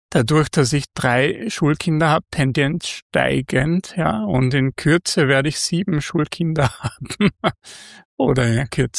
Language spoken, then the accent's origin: German; Austria; Und Guten Tag bei uns in Österreich, zumindest bei den Konservativen, ist ein Schimpfwort.